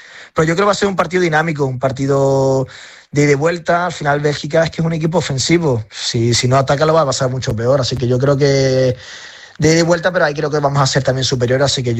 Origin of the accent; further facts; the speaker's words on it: Spain; Eso es, y menos siendo español.